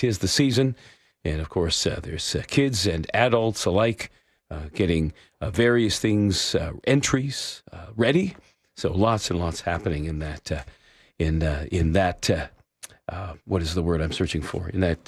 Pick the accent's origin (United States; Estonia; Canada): Canada; Hamilton, Ontario; now in Collingwood, Canada; I grew up in Ancaster, just outside of Hamilton